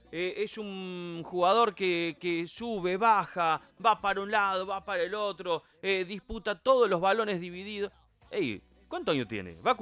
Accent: Argentina; somos argentinos y si no sufrimos, no somos argentinos.

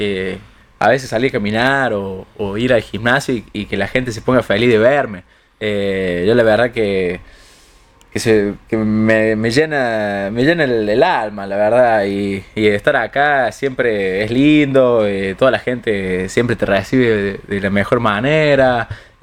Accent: Alta Gracia, Córdoba, Argentina; moved away as an adult; la verdad que lo extraño muchísimo Altagracia, y también extraño mucho las etapas cuando vivía acá en Altagracia.

